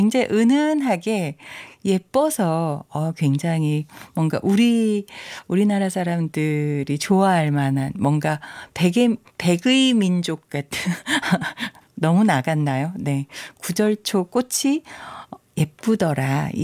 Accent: Chuncheon, Gangwon, South Korea; 제가 이제 고향이 강원도 춘천인데

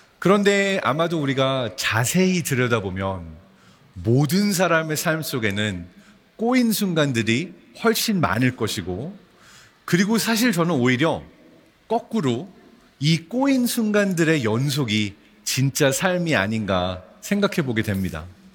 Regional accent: Seoul, South Korea; born there; also born or lived in Germany

